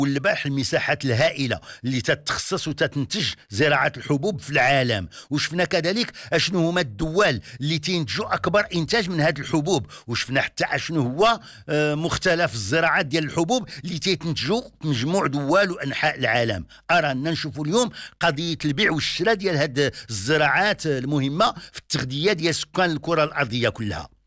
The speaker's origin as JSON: {"language": "Arabic", "country": "Morocco", "said": "بلادنا المغرب"}